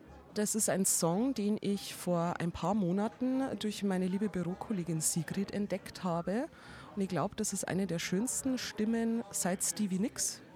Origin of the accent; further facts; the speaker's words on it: Bavaria, Germany; moved away as an adult; now in Salzburg, Austria; Also ich bin in meiner Heimatstadt in Bayern schon nach dem Abi ins Funkhaus gegangen und habe dort Radio gemacht